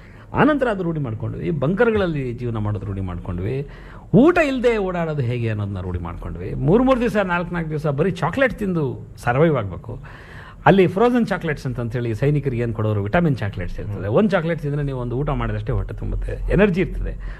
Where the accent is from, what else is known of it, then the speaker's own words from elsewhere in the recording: South India, India; ನಾನು ಬೆಂಗಳೂರಿಂದ ಬಂದಿದ್ದೀನಿ, I M A south Indian